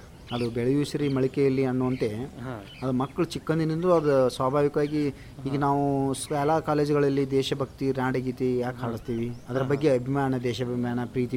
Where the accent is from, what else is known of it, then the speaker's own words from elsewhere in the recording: Karnataka, India; ನಾವು ಮೊದಲು ಕನ್ನಡಿಗರು, ನಂತರ ಭಾರತೀಯರಲ್ಲಿ, ಆದ್ರೆ ನಾವು ಭಾರತೀಯರು ಆದರಣೆ ಕರ್ನಾಟಕದವರು.